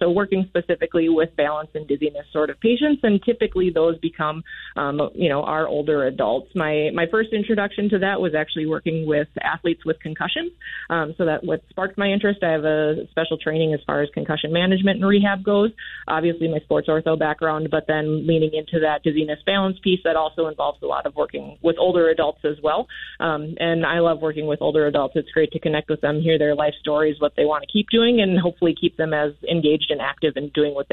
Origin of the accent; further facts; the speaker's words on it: Montevideo, Minnesota, United States; Yeah, so I'm originally from Montevideo. I did my undergraduate at Gustavus down in St. Peter.